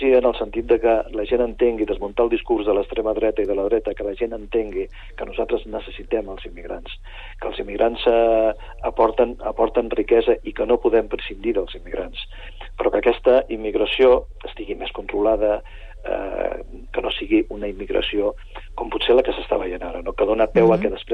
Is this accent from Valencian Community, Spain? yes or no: no; Barberà de la Conca, Catalonia, Spain; jo vinc de Barberà de la Conca, que és un municipi que té 426 habitants.